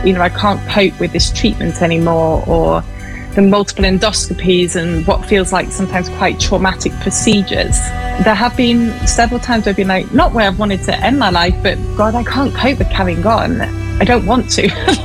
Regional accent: Macclesfield, North West England, United Kingdom; moved away as an adult; also born or lived in Cambridge; So I'm a northern girl. I was born in Macclesfield, just south of Manchester, and spent my childhood there before moving down to Cambridge for uni.

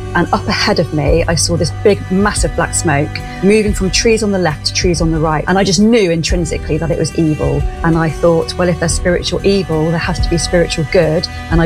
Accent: Clevedon, South West England, United Kingdom; born or raised there; also born or lived in Bristol; now in Stroud, United Kingdom

